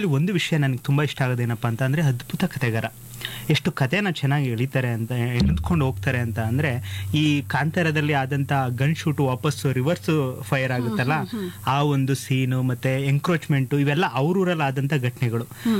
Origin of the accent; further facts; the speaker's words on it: Karnataka, India; ನಾನ್ ಕನ್ನಡಿಗ